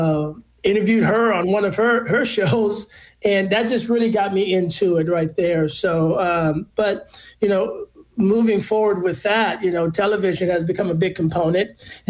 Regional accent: San Antonio, Texas, United States; moved away as an adult; now in Nashville, United States; And I'm originally from San Antonio, Texas.

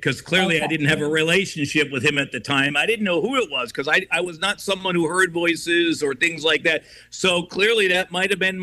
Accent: Providence, Rhode Island, United States; moved away as an adult; Providence, my hometown.

